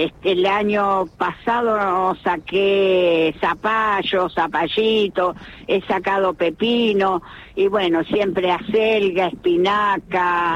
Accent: Chaco, Argentina; En realidad es toda la vida, porque yo ya nací en el campo. Yo soy chaqueña y nací en el campo.

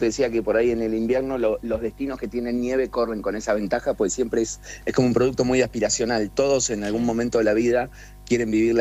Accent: Bariloche, Río Negro, Argentina; born there; yo soy nacido en Bariloche

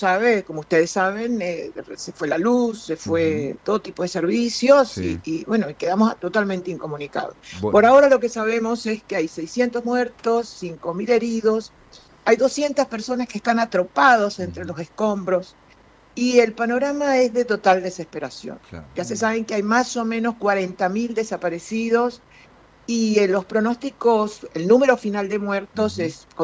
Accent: Venezuela; now in Santa Fe, Argentina; Nosotros los venezolanos

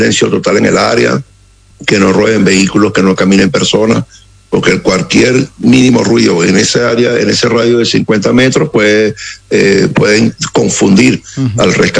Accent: El Salvador; Yo vengo de El Salvador, pero como que vinieron a curiosear.

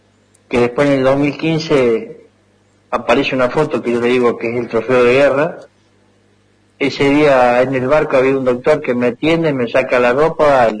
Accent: Morteros, Córdoba, Argentina; ¿de dónde sos? Y yo le digo, de Mortero.

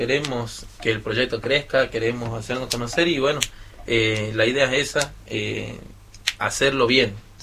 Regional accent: Aguaray, Salta, Argentina

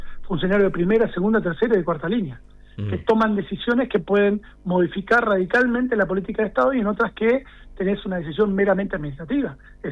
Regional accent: Pico Truncado, Santa Cruz, Argentina; yo soy de Pico Truncado, ¿qué es que fueron a Truncado?

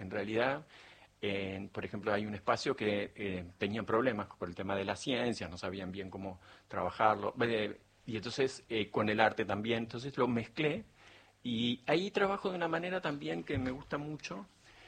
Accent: Bariloche, Río Negro, Argentina; born or raised there

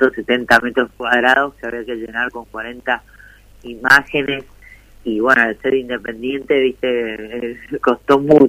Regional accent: Mendoza, Argentina; moved away as an adult; also born or lived in Buenos Aires; quería hacerla en Mendoza porque es mi tierra

